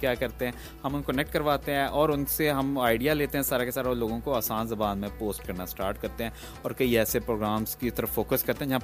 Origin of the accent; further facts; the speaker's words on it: Multan, Punjab, Pakistan; moved away as an adult; also born or lived in South Korea / Netherlands / Italy; now in Faisalabad, Pakistan; میں نے ملتان میں بالکل میں پیدا ہوا اور وہیں میری تعلیم ہے، کالج سے، ملتان گورنمنٹ کالج سے